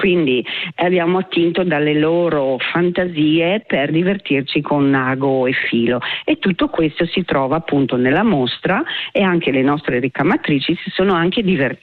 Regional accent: Timau, Friuli-Venezia Giulia, Italy; perché io sono originaria di Timau e Cardia, e c'era appunto la fiaba legata a Silverio.

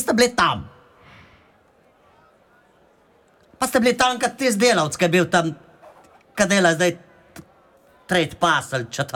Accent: Ljubljana, Central Slovenia, Slovenia; born there; In jaz sem se rodila v Ljubljanci.

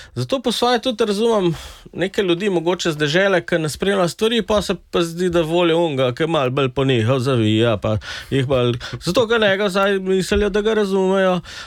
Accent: Kranj, Upper Carniola, Slovenia; jaz prihajam iz Kranja

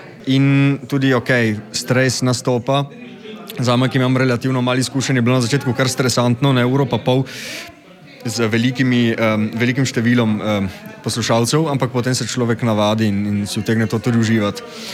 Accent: Trieste, Friuli-Venezia Giulia, Italy; now in Ljubljana, Slovenia; Smo vsi Slovenci, ampak kako se mi izražamo doma, okay, na srečo, imam družino in tudi na šoli sem se dobro naučil knjižne slovenščine, ampak narečja, ki ga mi govorimo, tam je v bistvu, ne vem, 30% italijanščine noter, ne?

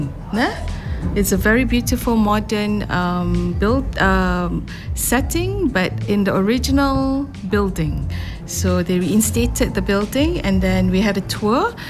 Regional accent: Malaysia; moved away as an adult; now in Novo Mesto, Slovenia; I'm from Malaysia. And we've been in Slovenia for the last 7 months. We are from Dolianska region, Novo Mesto in particular

